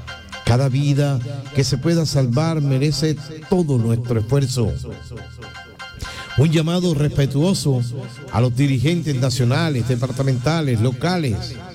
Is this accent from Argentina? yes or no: no; Colombia; Somos colombianos, somos un pueblo trabajador, valiente, solidario y resiliente.